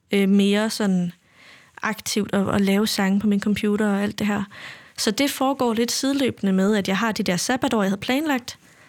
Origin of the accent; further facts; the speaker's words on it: Central Denmark Region, Denmark; Ja. Ja, en lille bitte landsby i Vestjyll